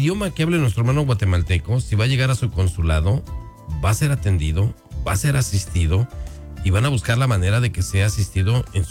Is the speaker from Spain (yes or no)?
no; Mexico; now in United States; Nosotros como mexicanos tenemos nuestros propios problemas